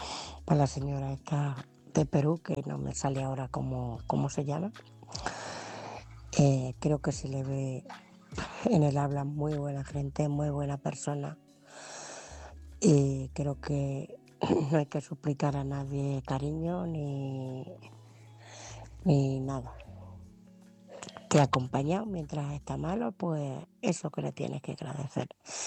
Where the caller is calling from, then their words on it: Ciudad Real, Castilla-La Mancha, Spain; de Ciudad Real.